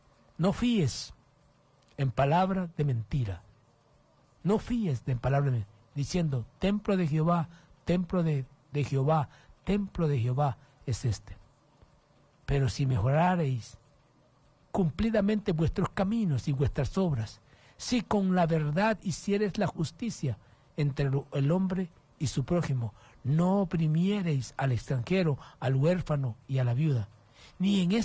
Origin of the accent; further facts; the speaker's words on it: Honduras; Para que vea que soy catracho.